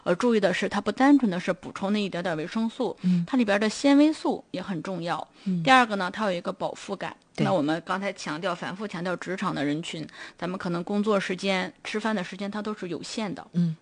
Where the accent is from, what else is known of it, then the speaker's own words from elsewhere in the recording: Northeast China, China; 尤其是我们东北人的这个饮食习惯